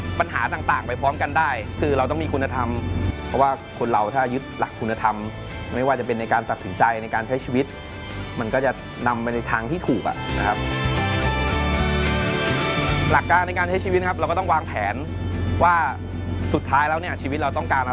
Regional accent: Phitsanulok, Thailand; moved away as an adult; พื้นเพผมเนี่ยเป็นคนจังหวัดพิษณุโลกจบการศึกษามัธยมจากโรงเรียนพิษณุโลกวิทยาคม

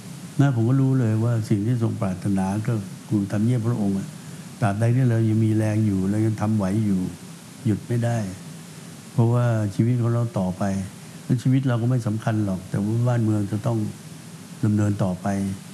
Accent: Phetchaburi, Thailand; ผมเป็นคนเพชรบุรี

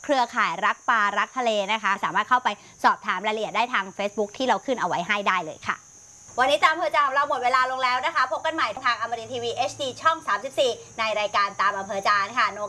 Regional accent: Southern Thailand, Thailand; ไม่ได้เราเป็นคนใต้

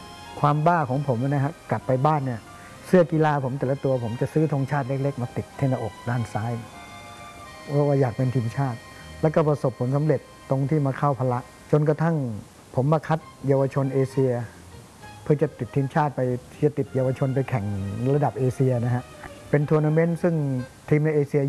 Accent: Phitsanulok, Thailand; พอผมเรียนประถมที่จังหวัดพิษณุโลกนะผมเป็นคนพิษณุโลก

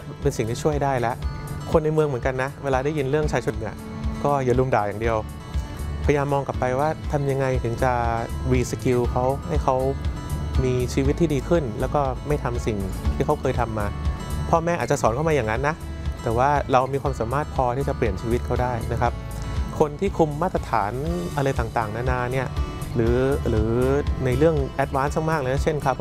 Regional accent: Bangkok, Thailand

